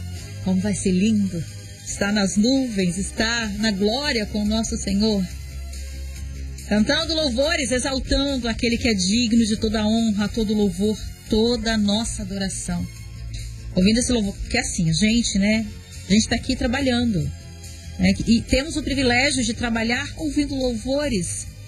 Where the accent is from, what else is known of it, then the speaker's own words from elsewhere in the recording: Espírito Santo, Brazil; accent: light, sing-song; E a gente aqui do Espírito Santo, a gente tem... Eles falam que a gente tem um sotaque leve. Eu não sei. Eles falam que a gente fala cantando.